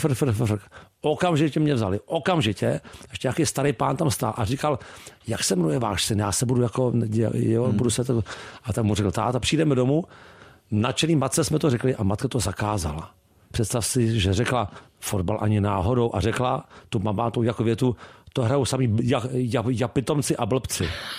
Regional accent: Prague, Czechia; A narodil jsem se na bojišti Praha 2. Celý život jsem jako v Praze.

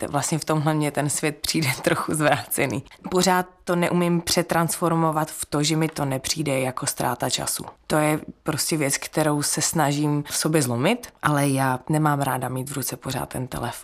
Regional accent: Havířov, Moravian-Silesian Region, Czechia; Já jsem holka z Havířova.

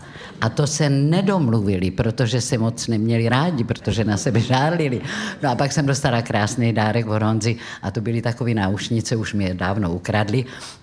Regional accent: Brno, South Moravian Region, Czechia; protože jsem Brňačka a milovala jsem Brno a nerada jsem šla do Prahy

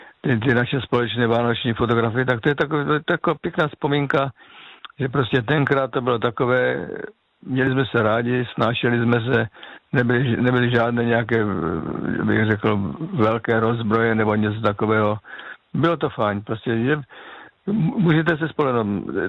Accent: South Moravian Region, Czechia; moved away; já pocházím z Moravskoslovácka a tam jsme vlastně byli 3 generace babičky, rodiče a my kluci jako, takže tam to bylo taky takové, tak to bylo takové, jak se říká, dědina, tam znal každý každého

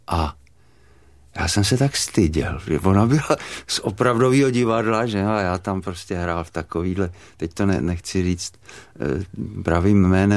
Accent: Liberec, Liberec Region, Czechia; born there; moved away; já jsem ještě taky část dětství prožil v Liberci.

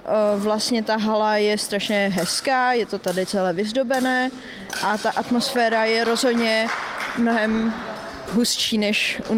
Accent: Prague, Czechia; a jsem tady z Prahy

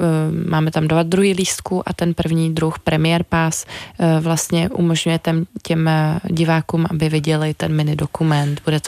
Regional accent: Prague, Czechia; born there; A ta Praha je taková pro mě jako výjimečná, jednak je to moje rodné město a jednak je to takový jako trh sám o sobě, jo?

